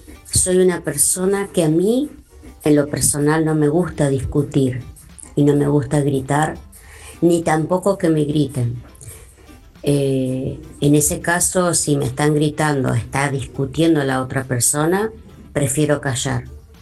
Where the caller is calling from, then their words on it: Puerto Madryn, Chubut, Argentina; de Puerto Madryn.